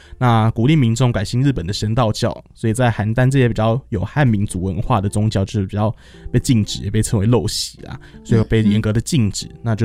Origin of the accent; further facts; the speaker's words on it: Taiwan; 我不能砸了我们台湾人的招牌。